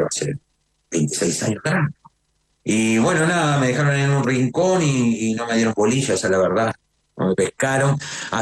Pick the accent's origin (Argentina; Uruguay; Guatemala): Uruguay; now in Chile; Yo estoy en Chile y soy uruguayo. Pero todo esto pasó en Uruguay, ¿no? Hoy vivo en Chile hace años